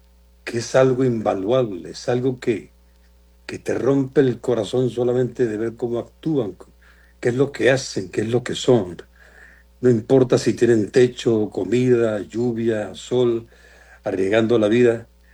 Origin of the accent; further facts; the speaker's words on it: Venezuela; estoy tan agradecido como venezolano.